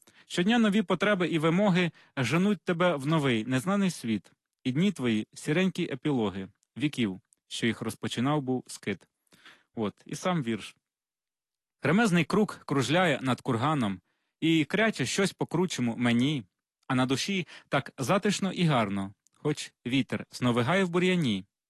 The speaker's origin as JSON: {"language": "Ukrainian", "region": "Mykolaiv Oblast", "country": "Ukraine", "tie": "born there", "said": "Так як я народився на Миколаївщині, от, і це дуже край пістрявий стосовно різних племен, сарматів, скіфів, готів, гунів, там козаки потім"}